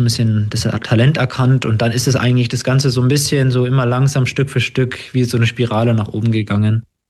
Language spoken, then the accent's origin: German; Germany; Es ist ein ganz kleiner Verein in meiner Heimat. Also ich komme aus Kolmberg